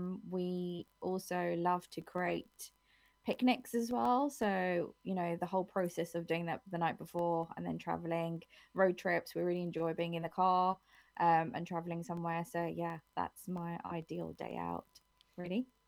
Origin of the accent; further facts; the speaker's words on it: London, United Kingdom; now in St Albans, United Kingdom; I'm a very proud Womble. I am from Wimbledon, South West London. I'm one of three.